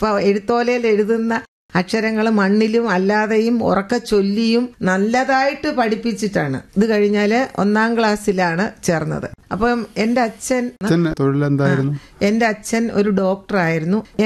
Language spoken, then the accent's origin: Malayalam; Pallana, Kerala, India; born there; ഒരു ഗ്രാമമാണ് പല്ലന. ആലോചിച്ചാൽ ഒരു ഗൃഹാതുരത്വം ഇപ്പോഴും തോന്നുന്ന ഒരു ഗ്രാമത്തിലെ ഒരു കൊച്ചു വീട്ടിലാണ് ഞാൻ ജനിച്ചത്.